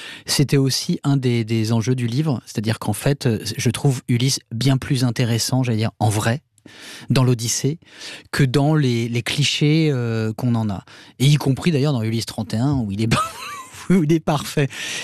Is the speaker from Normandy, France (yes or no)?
yes; Le Havre, Normandy, France; moi je viens du Havre, une ville, un port, voilà, ouvert sur l'horizon, avec des cargos, etc.